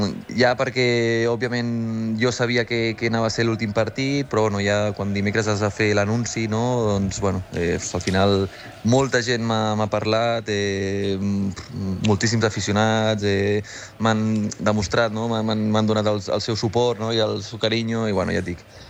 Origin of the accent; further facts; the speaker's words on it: L'Hospitalet de Llobregat, Catalonia, Spain; nascut a Hospitalet i bueno, ja et dic, vaig jugar de fet al Coll Blanc Torrassa i a Hospitalet fins als 11-12 anys i m'he format una mica a Hospitalet